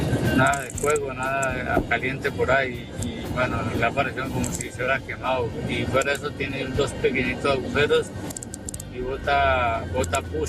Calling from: Barcelona, Catalonia, Spain; de Barcelona.

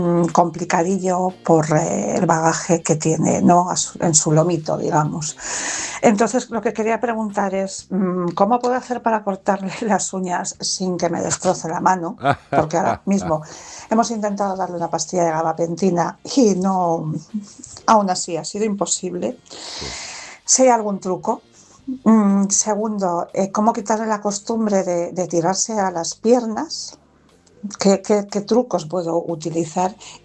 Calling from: Madrid, Community of Madrid, Spain; de Madrid.

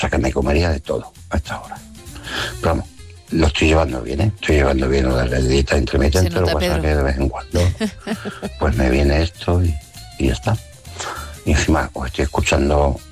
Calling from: Badajoz, Extremadura, Spain; Hola, buenas noches. … de Badajoz.

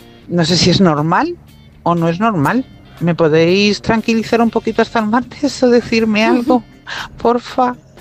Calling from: Madrid, Community of Madrid, Spain; Soy taxista de Madrid

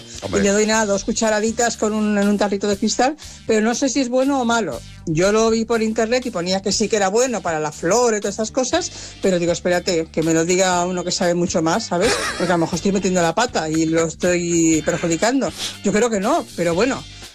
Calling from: Cornellà, Catalonia, Spain; Buenas tardes … aquí de Cornellá.

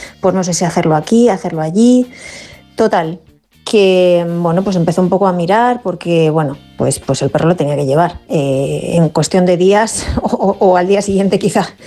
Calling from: Cercedilla, Community of Madrid, Spain; de Cercedilla, Madrid.

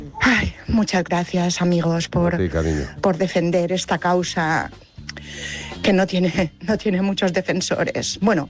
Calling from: Palma, Balearic Islands, Spain; de Palma.

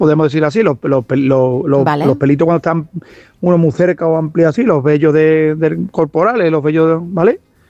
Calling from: Seville, Andalusia, Spain; de Sevilla.

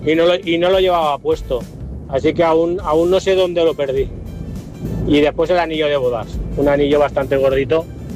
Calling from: Valencia, Valencian Community, Spain

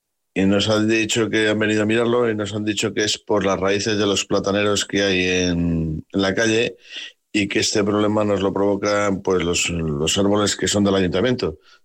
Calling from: Valladolid, Castile and León, Spain; soy un vecino de la Cañada Valdestillas

